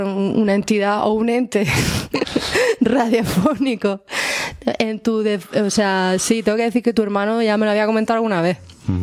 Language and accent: Spanish; Almería, Andalusia, Spain; No sé por qué soy de Almería, pero digamos que llegué a eso